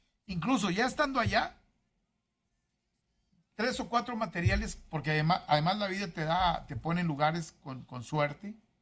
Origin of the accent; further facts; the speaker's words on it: Monterrey, Nuevo León, Mexico; Digo, de Monterrey. Trabajo en Azteca, en Monterrey, pa.